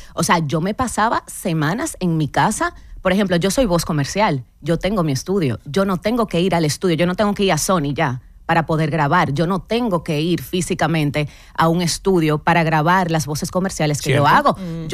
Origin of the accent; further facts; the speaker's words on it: Dominican Republic; moved away as an adult; also born or lived in Los Angeles, United States; Y esto es una plaza que es mi país y es donde también, o sea, donde yo pertenezco. Yo nunca voy a ser extranjera en mi país.